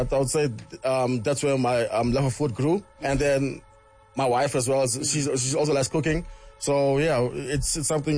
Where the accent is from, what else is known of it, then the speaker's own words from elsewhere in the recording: South Africa; born there; I think that's a lot of us as young South African kids.